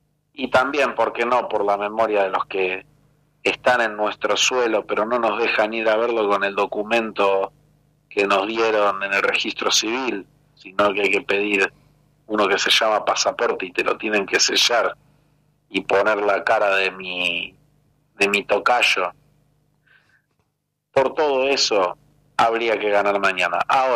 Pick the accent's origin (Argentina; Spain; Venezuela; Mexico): Argentina